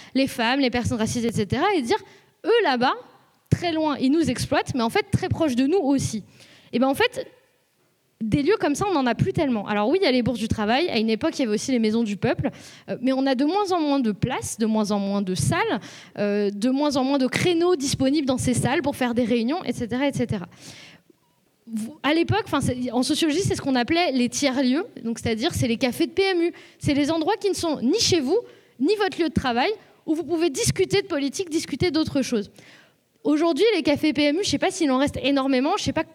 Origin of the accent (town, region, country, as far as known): Lyon, Auvergne-Rhône-Alpes, France; now in Toulouse, France